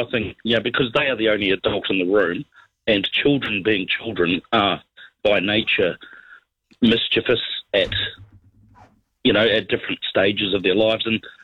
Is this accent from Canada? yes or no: no; Christchurch, Canterbury, New Zealand; I mean, I'm from Christchurch